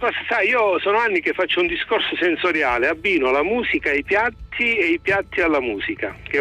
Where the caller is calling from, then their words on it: Calabria, Italy; noi qui al mio paese